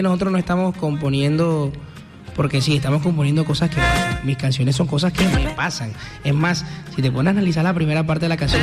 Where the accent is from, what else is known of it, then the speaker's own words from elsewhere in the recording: Barranquilla, Atlántico, Colombia; No, es que ellos son barranquilleros. Yo soy más barranquillero que otra cosa.